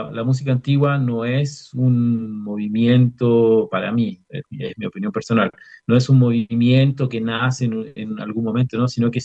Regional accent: Chuquicamata, Antofagasta, Chile; musicalmente yo nací en Chuquicamata, en el sentido de que mi primera escuelita de música fue el grupo folclórico de mis papás.

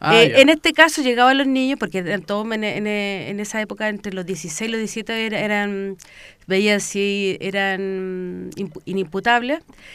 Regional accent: Puente Alto, Santiago Metropolitan Region, Chile; Yo soy de Puente Alto, yo nací, criada, sigo viviendo en Puente Alto.

